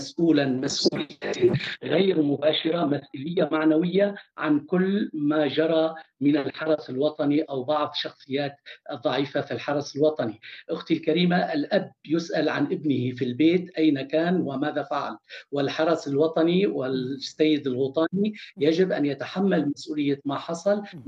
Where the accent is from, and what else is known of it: As-Suwayda Governorate, Syria